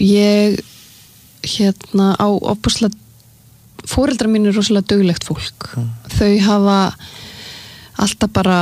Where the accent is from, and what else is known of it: Sweden; born or raised there